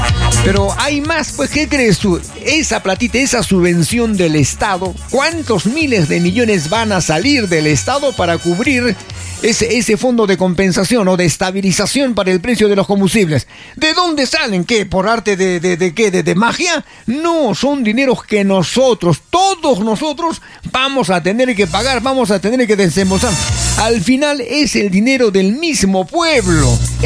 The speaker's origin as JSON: {"language": "Spanish", "country": "Peru", "said": "Somos pues peruanos, oye."}